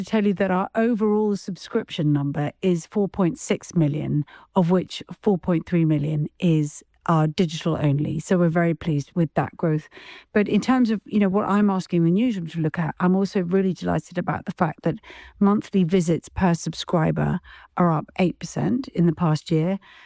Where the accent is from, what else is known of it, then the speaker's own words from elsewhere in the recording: United Kingdom; Well, whether it's because I'm British or not, I do think when you're trying to change culture in a storied organization like the Journal, it definitely helps if you're an outsider